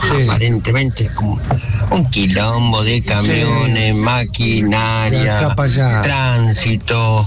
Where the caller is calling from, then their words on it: La Plata, Buenos Aires Province, Argentina; de la Hermosura.